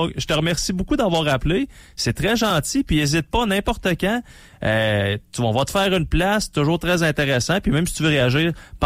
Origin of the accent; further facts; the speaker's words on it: Rouyn-Noranda, Quebec, Canada; moved away as an adult; also born or lived in Timmins, Ontario; ma famille est de Saint-Eugène. Moi, j'ai grandi à Rouyn, famille de Saint-Eugène. Après ça, j'ai travaillé à Timmins dans le nord de l'Ontario avec Radio-Can.